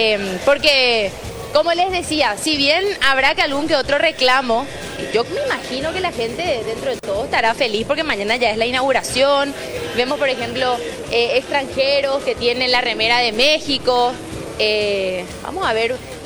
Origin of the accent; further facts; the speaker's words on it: Paraguay; nosotros somos de Paraguay.